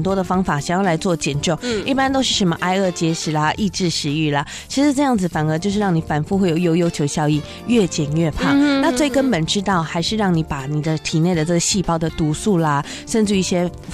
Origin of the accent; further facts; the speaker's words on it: Taiwan; 还有像我们台湾人其实现在也是有三高啦